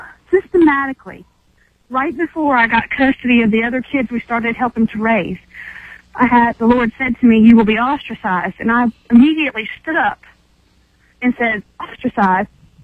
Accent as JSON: {"language": "English", "town": "Charleston", "country": "United States", "tie": "born or raised there", "said": "I was raised in Charleston, moved back here to this area"}